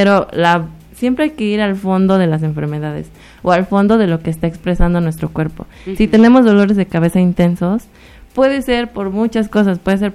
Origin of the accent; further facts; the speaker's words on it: Tlaxcala, Mexico; yo soy de Tlaxcala